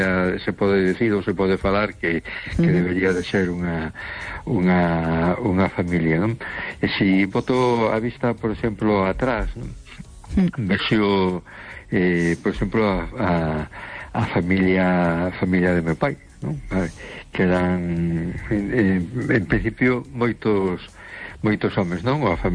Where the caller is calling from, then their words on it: A Coruña, Galicia, Spain; soy San Antonio de Coruña